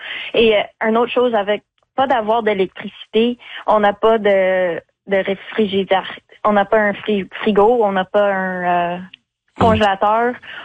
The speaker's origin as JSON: {"language": "French", "town": "Longueuil", "region": "Quebec", "country": "Canada", "tie": "born or raised there", "said": "Non, j'ai grandi à Montréal, ben sur la rive sud à Longueuil, et j'ai étudié dans l'agriculture durable et système d'alimentaire à l'Université de Bishops."}